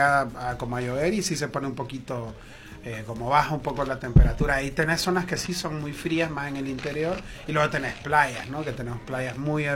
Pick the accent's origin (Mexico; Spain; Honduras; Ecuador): Honduras; now in Argentina